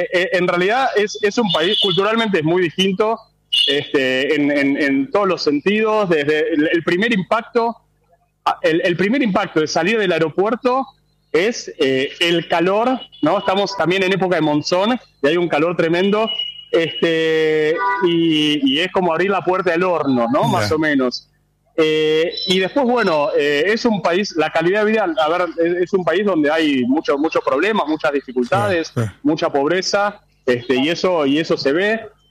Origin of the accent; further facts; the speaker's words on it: Argentina; cuando vos le decís, soy de Argentina, ellos te dicen también, yo también soy de Argentina